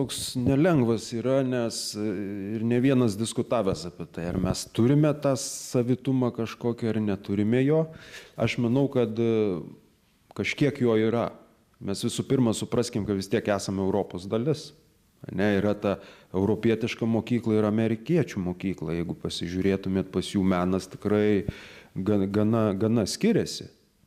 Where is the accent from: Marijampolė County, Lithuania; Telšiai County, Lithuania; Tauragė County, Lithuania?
Telšiai County, Lithuania; Telšiai; born there; now in Kaunas, Lithuania; Tai čia, taip pajokaujant, gimiau Telšiuose, truputį sakau, baigsiu čia studijas fakultete ir taip ir pasilikau.